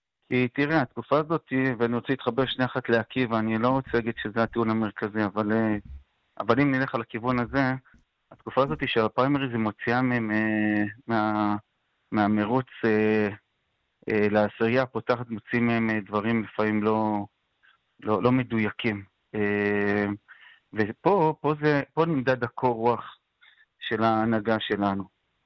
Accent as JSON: {"language": "Hebrew", "town": "Jerusalem", "region": "Jerusalem District", "country": "Israel", "tie": "born or raised there", "said": "צריך לשמור על הדברים שבקונצנזוס שאני גדלתי עליהם כירושלמי, בסדר? אני נולדתי בתוך בית קפה, בסדר? בתוך ירושלים, בצטרום של הצטרום, ולימים התאהבתי בהתיישבות"}